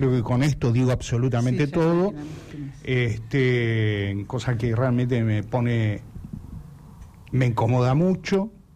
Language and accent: Spanish; Argentina